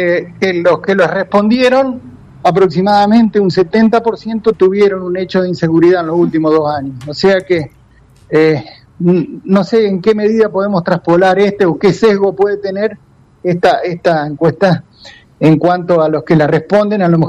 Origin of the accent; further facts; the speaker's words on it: Esperanza, Santa Fe, Argentina; yo soy de Esperanza.